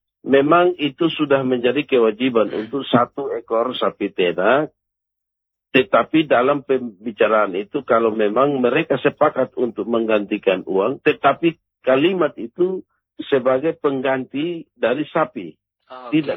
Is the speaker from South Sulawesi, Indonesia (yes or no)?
no; East Nusa Tenggara, Indonesia; kami orang Timur Amarasi itu memiliki marga.